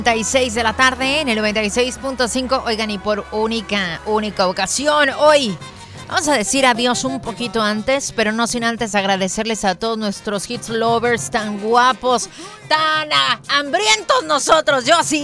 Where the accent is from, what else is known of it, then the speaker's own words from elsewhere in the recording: Mexico City, Mexico; A ver, pero yo soy de Ciudad de México y yo sí le pongo el limoncito a la cochinita, lo siento.